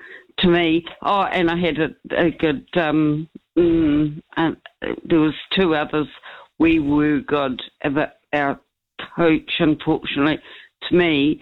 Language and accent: English; Ireland; So I'm like an Irish person.